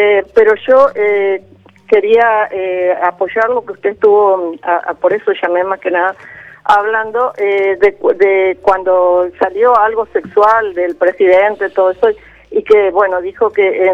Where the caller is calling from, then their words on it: Reconquista, Santa Fe, Argentina; de Reconquista.